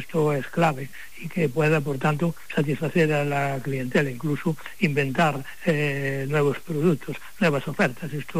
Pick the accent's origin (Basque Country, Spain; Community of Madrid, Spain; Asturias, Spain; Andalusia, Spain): Asturias, Spain; Sí, bueno, hace tiempo que no voy, pero ya. Es mi pueblo, ya, mi pueblo querido, claro.